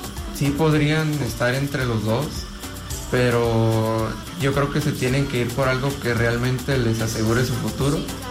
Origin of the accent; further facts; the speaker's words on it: Juxtlahuaca, Oaxaca, Mexico; moved away as an adult; now in Oaxaca, Mexico; conocido de Jutla también, donde uh-huh. yo soy